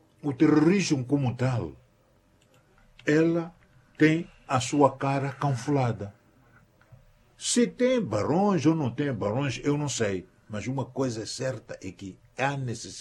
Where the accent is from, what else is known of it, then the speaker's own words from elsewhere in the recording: Mozambique; E nós, todos como moçambicanos, devemos ter essa preocupação de fazer com que a paz em Cabo Delgado seja uma realidade.